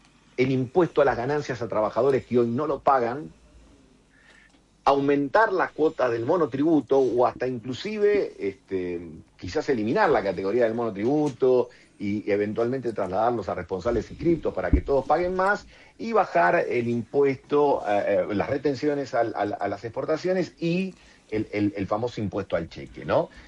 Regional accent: Buenos Aires, Argentina; Yo nací y me crié en Saavedra.

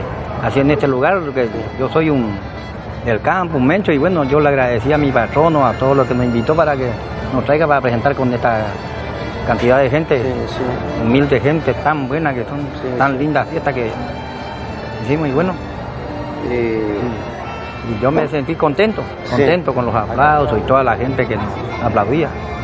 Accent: General Paz, Corrientes, Argentina; bueno, sí, soy de ahí. Sí, de ahí soy yo.

